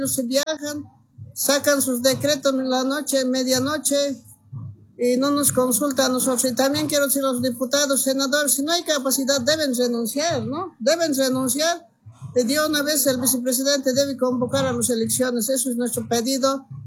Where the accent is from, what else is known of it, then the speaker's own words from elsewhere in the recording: El Alto, La Paz, Bolivia; Nosotros somos de la Ciudad del Alto